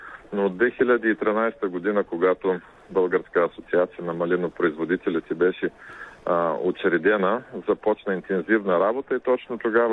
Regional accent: Troyan, Lovech Province, Bulgaria; защото моя роден град е град Троян.

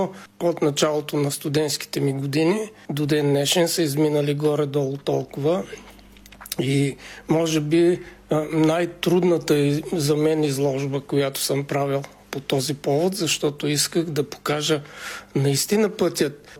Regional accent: Montana, Montana Province, Bulgaria; born there; moved away as an adult; now in Shumen, Bulgaria; роден съм в Монтана, град Монтана, не щат Монтана. Ами там, сега както го цитират, северо-западналия край

